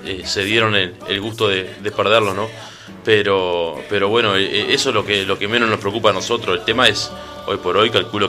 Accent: Maldonado, Uruguay; Yo soy de Barrio Rivera, Maldonado, soy de Barrio Rivera.

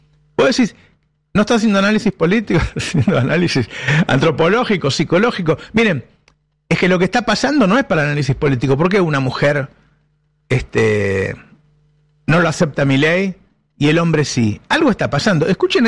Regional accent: Argentina

